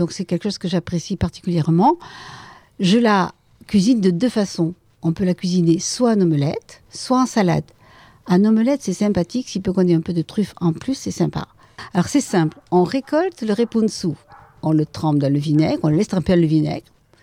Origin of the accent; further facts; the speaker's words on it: Gagnac-sur-Cère, Occitanie, France; avec cet accent, vous pouvez bien imaginer que je ne suis pas de Belgique ou du nord de la France. Moi, je suis née à Gagnac. J'y ai vécu. J'en suis guère partie, puisque j'ai fait à peine le tour de l'église, hein, puisque j'y habite. Nous y habitons. Voilà. Je suis très, très, très attachée et à Gagnac et aux environs